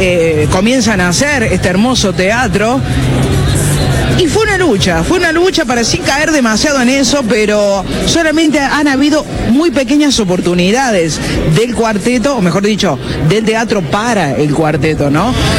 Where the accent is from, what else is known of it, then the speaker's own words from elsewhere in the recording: Córdoba, Argentina; Hace tanto que al menos yo como cordobesa, como bailarina, que así nos llamamos, los cuarteteros, los bailarines de cuarteto, deseábamos esto, ¿no?